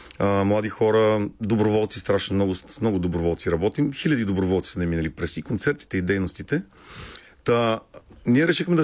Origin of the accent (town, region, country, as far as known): Dupnitsa, Kyustendil Province, Bulgaria